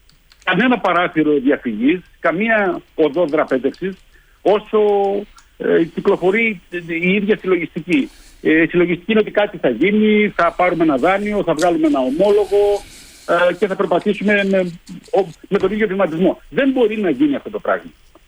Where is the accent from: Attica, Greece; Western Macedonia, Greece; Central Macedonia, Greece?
Central Macedonia, Greece; Veria; είμαι περήφανος για τον τόπο μου και την Βέρεια